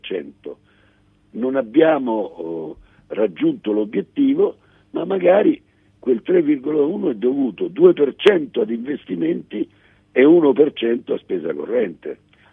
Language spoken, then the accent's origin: Italian; Macerata, Marche, Italy; nel mio paese a Macerata